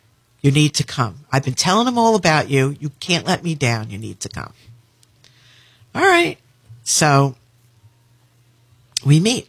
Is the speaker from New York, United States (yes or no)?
yes; Mahopac, New York, United States; I grew up in Mayapack in Putnam County.